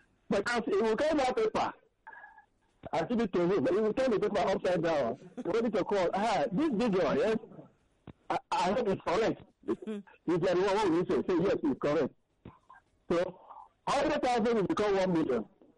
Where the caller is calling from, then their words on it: Lagos, Nigeria; I'm calling you from Ejibu Kingdom here, Lagos